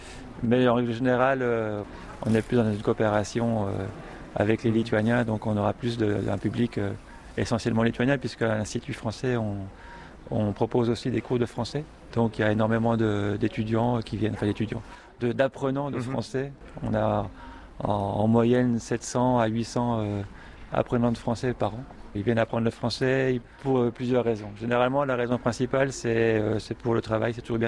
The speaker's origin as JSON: {"language": "French", "country": "France", "lives_now": "Vilnius, Lithuania", "said": "Oui, je suis français, oui, bonjour."}